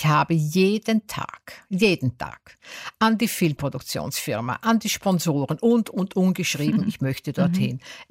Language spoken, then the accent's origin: German; Austria; als Österreicherin